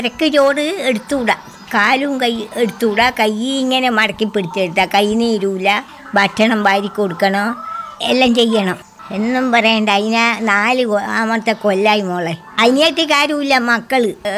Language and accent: Malayalam; Mundorapoyil, Kerala, India; എന്റെ വീട് അങ്ങ് മുണ്ടോറപ്പൊയിൽ എന്ന് പറയും.